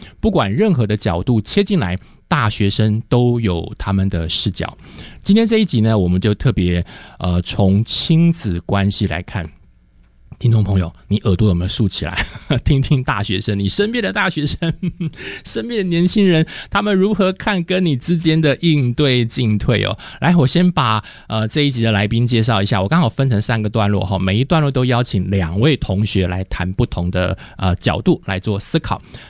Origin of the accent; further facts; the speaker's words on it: Taichung, Taiwan; moved away as an adult; also born or lived in Taipei; 我是台中人，后来到了台北念书